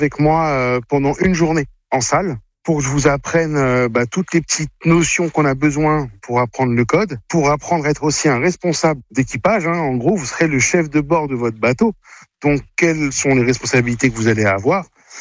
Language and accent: French; Corsica, France; moi je viens de Corse et je me suis installé sur l'île de France il n'y a pas très très longtemps.